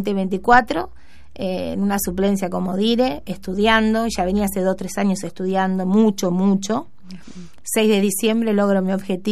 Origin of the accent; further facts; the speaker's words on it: Buenos Aires, Argentina; also born or lived in 25 de Mayo; yo nací en 25 de mayo, pero a los 2 añitos y pico, 3, ya estaba acá, en Buenos Aires con mi mamá y mi papá. O sea, todos somos de allá.